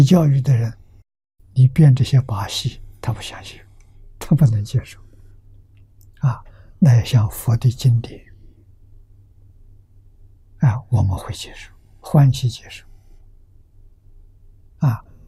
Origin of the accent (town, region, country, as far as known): China